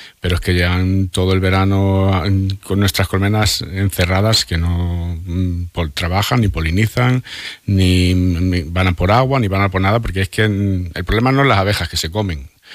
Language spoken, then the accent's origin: Spanish; Valero, Castile and León, Spain; Yo soy de Valero, como todo el mundo sabe.